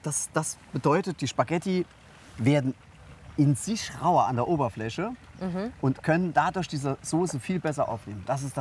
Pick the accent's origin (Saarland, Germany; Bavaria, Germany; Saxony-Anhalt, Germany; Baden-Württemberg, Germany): Saarland, Germany; Saarbrücken; born there; Als Kind bin ich ja in Saarbrücken groß geworden, so ein bisschen auch teilweise